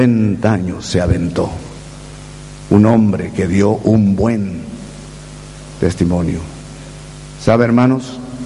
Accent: Chiapas, Mexico; born there; moved away; de mi tierra, Chiapas

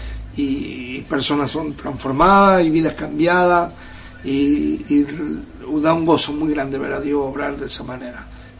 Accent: Buenos Aires, Argentina; now in Tucumán, Argentina; soy de Buenos Aires, necesito volver de vez en cuando.

